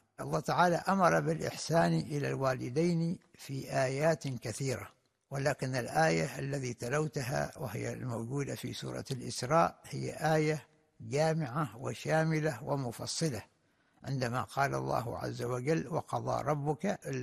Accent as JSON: {"language": "Arabic", "country": "Oman"}